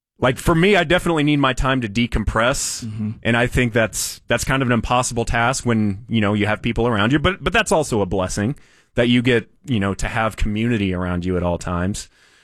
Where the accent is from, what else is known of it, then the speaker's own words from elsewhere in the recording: Denton, Texas, United States; made it down here to my home, I'm from Denton originally, came back, started interning here